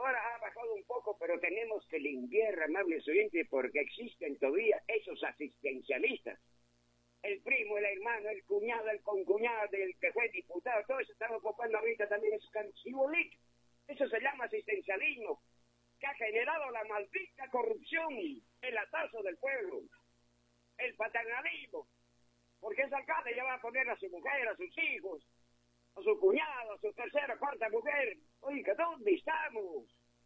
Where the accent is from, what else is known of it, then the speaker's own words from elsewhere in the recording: Peru; todos somos peruanos